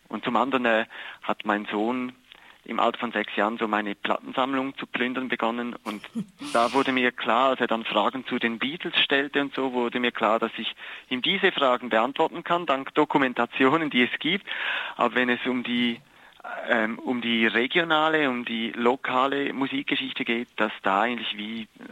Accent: Thurgau, Switzerland; born there; now in Basel, Switzerland; Ich bin am Bodensee geboren worden.

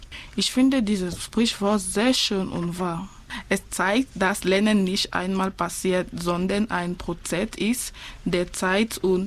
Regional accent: Cameroon; German is a second language; ich komme aus Kamerun. Jetzt kommt ein Volksweisheit aus Kamerun zum Thema Wissen.

